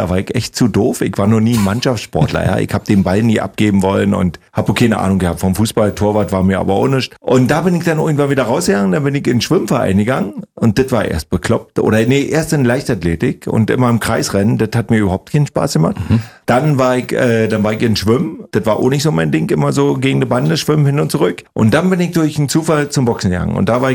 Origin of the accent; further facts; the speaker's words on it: East Germany, Germany; ich meine, ich komme zwar aus dem Osten, da war das alles nicht so schlimm, mit nackig rumrennen.